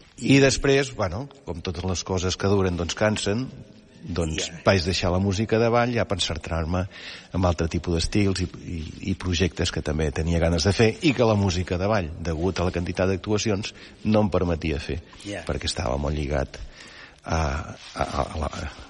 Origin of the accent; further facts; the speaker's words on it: Banyoles, Catalonia, Spain; Jo sóc de Banyoles.